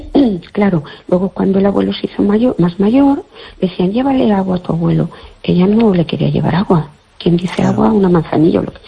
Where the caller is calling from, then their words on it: Fene, Galicia, Spain; Hola, buenas noches